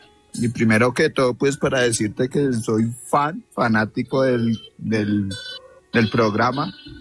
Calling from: Bogotá, Colombia; yo soy de Bogotá

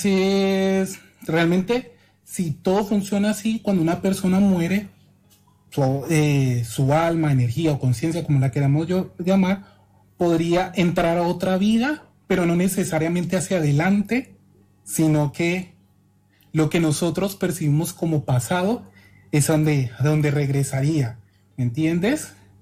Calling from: Malaysia; Actualmente me comunico desde Malasia.

